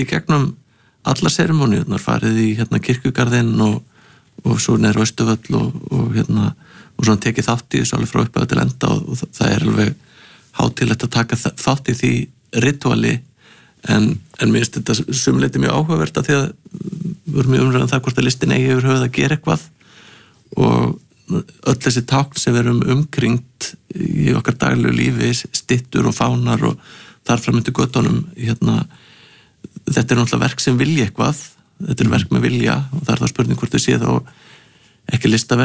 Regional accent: Hafnarfjörður, Capital Region, Iceland

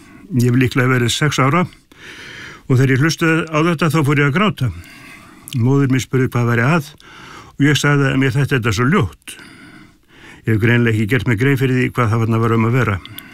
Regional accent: Mývatnssveit, Northeastern Region, Iceland; Ég ólst upp í Mývarsveit, tónlistar áreitið þar var annars vegar úr Ríkisútvarpinu og hins vegar var þetta heimatilbúin tónlist

